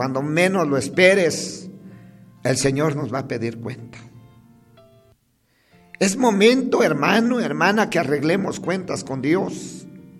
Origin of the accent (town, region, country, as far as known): Guatemala